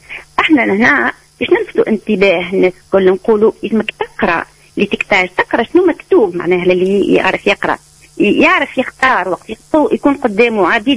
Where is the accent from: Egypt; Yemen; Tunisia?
Tunisia